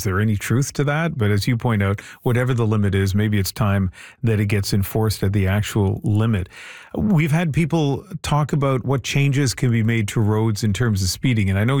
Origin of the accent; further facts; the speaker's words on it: New Brunswick, Canada; when I was growing up in New Brunswick, long before social media, I heard about it.